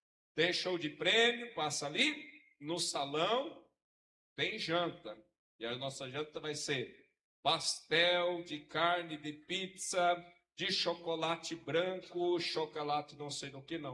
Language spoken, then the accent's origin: Portuguese; Brazil; nós somos brasileiros